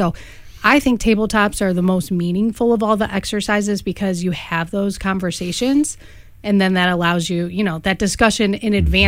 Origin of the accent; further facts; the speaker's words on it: United States; I grew up in Springfield Township